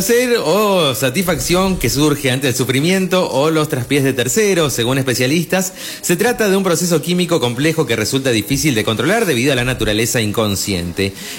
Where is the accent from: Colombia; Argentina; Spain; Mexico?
Argentina